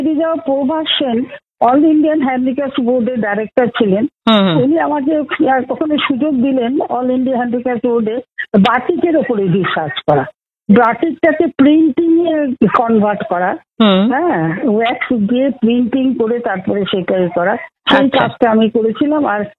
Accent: Santiniketan, West Bengal, India; born there; also born or lived in Chandannagar; তারপরে আমরা শান্তিনিকেতনে এসে সব ক্লাসে এক একজন করে ভর্তি হয়ে গেলাম। আমি তো আনন্দ পাঠশালায় ভর্তি হয়েছিলাম।

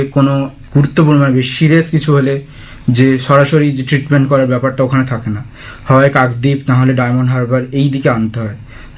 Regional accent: Patharpratima, West Bengal, India; now in Kakdwip, India; আমি ছোটবেলা ওইখানে পিসিমণির বাড়িতে কাটিয়েছি।

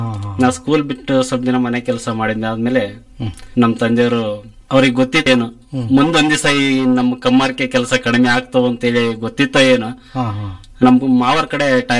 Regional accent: Jigadi, Karnataka, India; ನಮ್ಮ ಜಿಗಡಿ ಗ್ರಾಮದಲ್ಲಿ ಮಿಲೇವಿನೂರು ಸ್ವಲ್ಪ ಹತ್ರದಲ್ಲಿ ಸಿಟಿ ಇದ್ದಂಗಿದೆ, ಅಲ್ಲಿಂದನೂ ಸಹಿತ ನಮ್ಮ ಊರಿಗೆ ನಮ್ಮ ಹತ್ರ ಬರ್ತಿದ್ದಾವೆ.

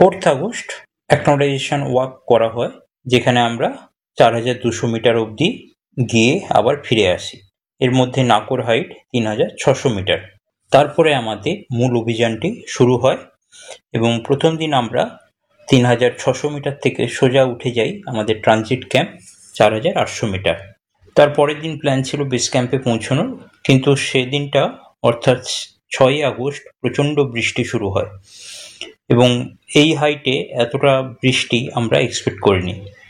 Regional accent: Tamluk, West Bengal, India; আমার বাড়ি পূর্ব মেদিনীপুরে তমলুকে

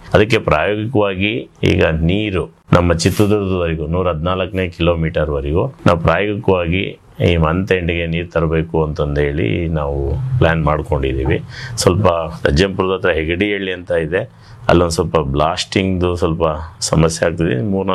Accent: Pavagada, Karnataka, India; ನಮ್ಮ ಪಾವಗಡ

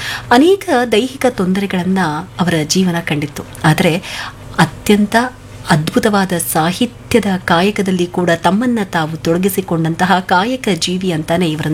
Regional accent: Karnataka, India; ನಾವು ಕನ್ನಡಿಗರು ಬಹಳ ಹೆಮ್ಮೆ ಪಡುವಂತಹ ಒಬ್ಬ ಲೇಖಕರ ಕುರಿತಾದಂತಹ ದಿನ ಇವತ್ತು.

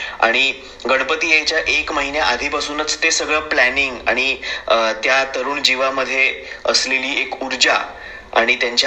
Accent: Mumbai, Maharashtra, India; मी 25 वर्षांचा आहे आणि मी एक गिरगावकर आहे.

